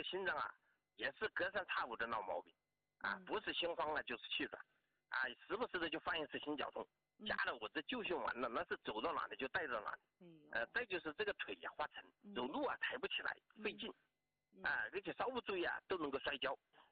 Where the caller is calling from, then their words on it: Jingzhou, Hubei, China; 我是湖北荆州的。